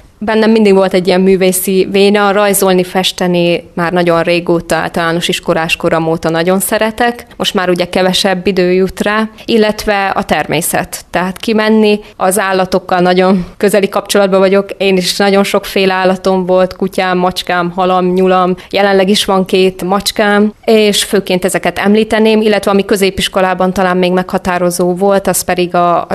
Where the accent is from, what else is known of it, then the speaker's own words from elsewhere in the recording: Debrecen, Hajdú-Bihar, Hungary; moved away as an adult; now in Szatmár, Hungary; Azért, mert én ugye Debrecenbe, egy civis városba, egy nagyvárosba nőttem fel.